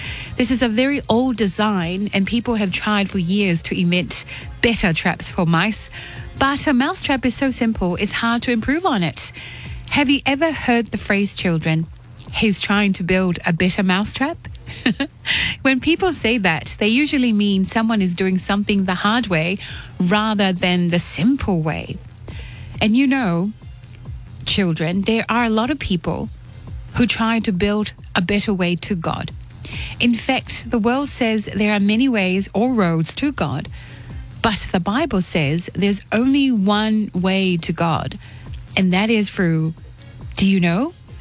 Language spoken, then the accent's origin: English; Tonga; moved away; growing up in Tonga and growing up, of course, when I was a child and a teenager